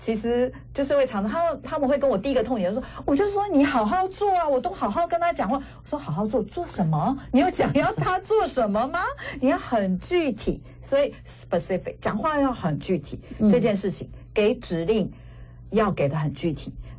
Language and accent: Chinese; Taiwan; 我们台湾人